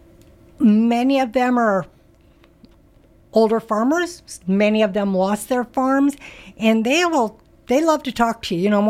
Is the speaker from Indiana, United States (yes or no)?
yes; Indiana, United States; moved away; I'm from Indiana